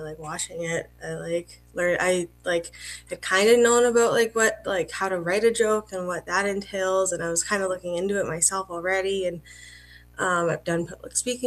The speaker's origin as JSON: {"language": "English", "town": "Red Deer", "region": "Alberta", "country": "Canada", "tie": "born or raised there", "said": "So where I'm from originally and where I started comedy are two different places, but they actually link up eventually. So I grew up around Red Deer."}